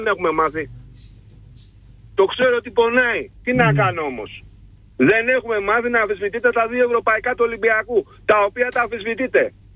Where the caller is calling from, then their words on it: London, United Kingdom; από Λονδίνο.